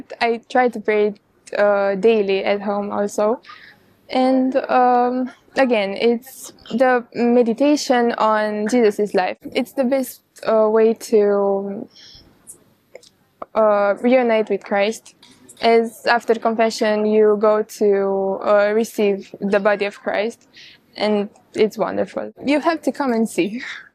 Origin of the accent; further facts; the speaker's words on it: Romania; English is a second language; I'm from Romania.